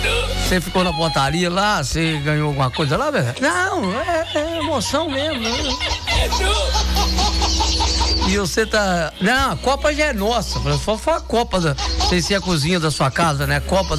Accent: Brazil; Não, eu sou brasileiro. Torço pro Brasil, tudo bem.

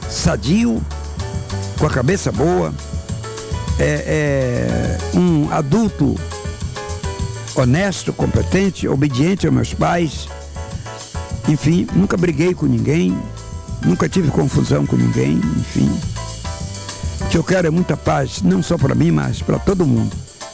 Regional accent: Macapá, Amapá, Brazil; Nasci na Praça Veiga Cabral, fui batizado na Igreja Matriz, que é o padre, que é o monumento mais antigo da cidade de Macapá.

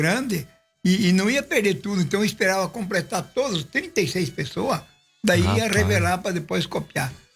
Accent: Ortigueira, Paraná, Brazil; É ali aqui, no pé do Lajeado. É Lajeado Bonito.

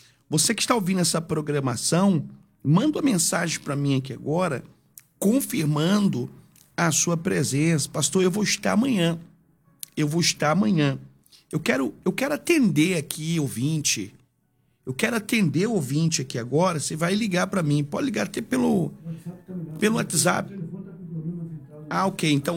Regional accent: Salvador, Bahia, Brazil; moved away; Salvador é minha terra. Salvador é minha terra.

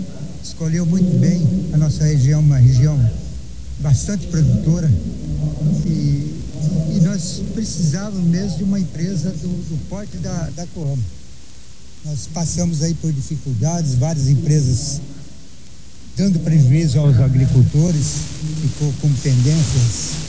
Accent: Sertanópolis, Paraná, Brazil; Nasci em Sertanópolis.

